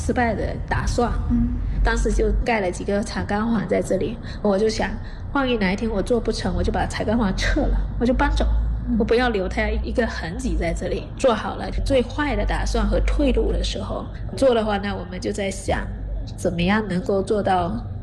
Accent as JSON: {"language": "Chinese", "region": "Fujian", "country": "China", "said": "然后而且我从福建来了，很喜欢吃新鲜，不喜欢冰冻的。"}